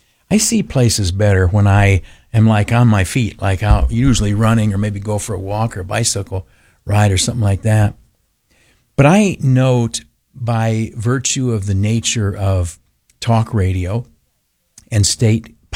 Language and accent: English; New York, United States; I thank God Almighty on a regular basis for the privilege of being a New Yorker through and through, dyed in the wool all the way to the bone.